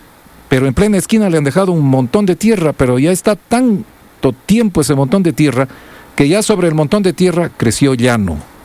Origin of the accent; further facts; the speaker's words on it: Ecuador; es lo que somos los ecuatorianos